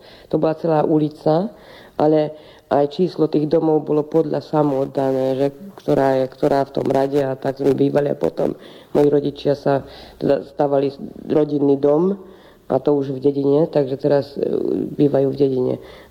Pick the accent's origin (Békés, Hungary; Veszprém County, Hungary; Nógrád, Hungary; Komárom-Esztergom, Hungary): Békés, Hungary; Kétsoprony; ja pochádzam z Kejčuproňu a moji obidvaja rodičia sú Slováci